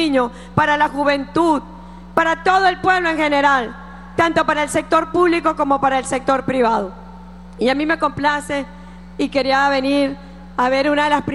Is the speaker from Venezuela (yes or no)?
yes; Venezuela; la identidad como venezolanos y venezolanas que nos forjamos en el espíritu de Simón Bolívar.